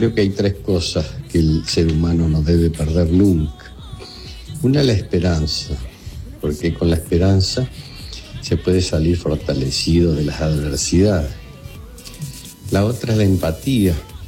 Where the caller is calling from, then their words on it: Viedma, Río Negro, Argentina; de Viedma